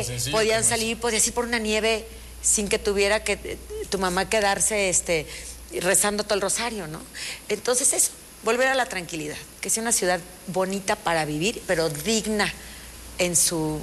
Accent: Morelia, Michoacán, Mexico; soy moreliana, tengo aquí mi corazón, mis hijos aquí nacieron, aquí estudian, toda mi familia está aquí, no me pienso ir a ningún lado, quiero dejar una diferencia aquí en mi terruño querido.

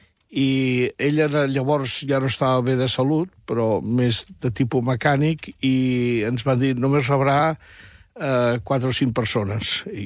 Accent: Barcelona, Catalonia, Spain; aprofito per dir, com a barceloní

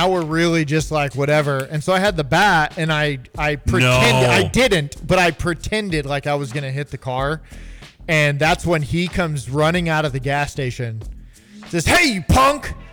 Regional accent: Champaign, Illinois, United States; I grew up on Mattis Avenue in Champaign.

